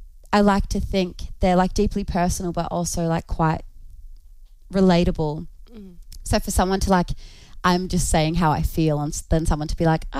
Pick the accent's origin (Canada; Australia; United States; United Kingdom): Australia; accent: Australian